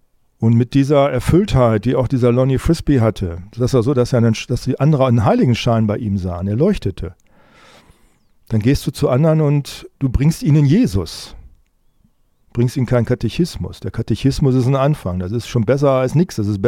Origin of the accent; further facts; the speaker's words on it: Saxony, Germany; Ich bin Sachse. Na und? Ja, leider.